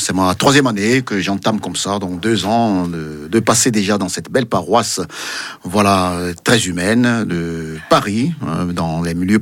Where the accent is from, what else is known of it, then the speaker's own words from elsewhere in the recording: Benin; Ah oui, chez nous au Bénin, dans notre culture, les repas, on ne partage pas le pain avec n'importe qui.